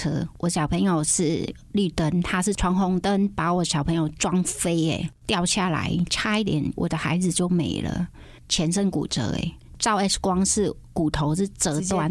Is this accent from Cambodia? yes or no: yes; Cambodia; Chinese is a second language; moved away as an adult; now in Taiwan; 我来自柬埔寨，我来台湾22年了。来台湾之后呢，就慢慢的学习中文，